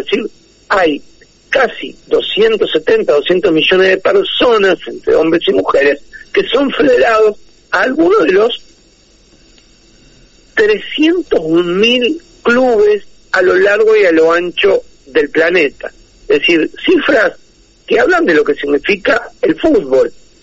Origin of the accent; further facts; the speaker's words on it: Uruguay; como diríamos uruguayos, una cosa es una cosa y otra cosa es otra cosa.